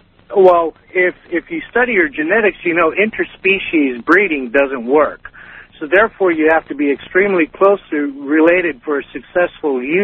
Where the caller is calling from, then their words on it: Los Angeles, California, United States; I'm calling from Los Angeles.